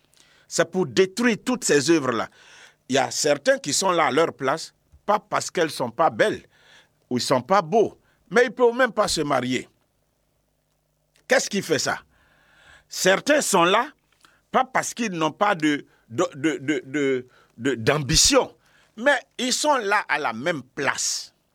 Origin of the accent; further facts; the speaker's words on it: Bondoukou, Zanzan, Côte d’Ivoire; chez moi à Bondoukou